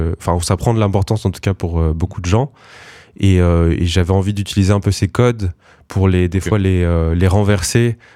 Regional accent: Nantes, Pays de la Loire, France; Et du coup, moi, je viens à la base de Nantes, okay. Un peu de la Bretagne.

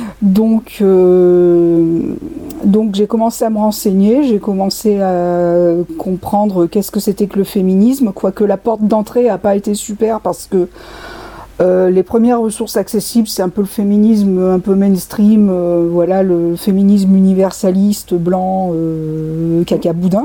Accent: Clermont-Ferrand, Auvergne-Rhône-Alpes, France; born there; Je suis née à Clermont-Ferrand. J'ai quitté Clermont dès ma majorité, mais je suis revenue vivre à Clermont fin 2011.

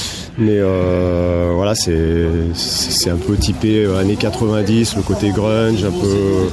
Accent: France; Alors j'ai un nom un peu espagnol, un peu italien, mais bon, voilà, je suis français.

